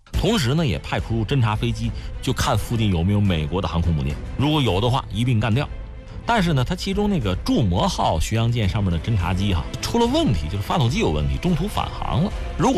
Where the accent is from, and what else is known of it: China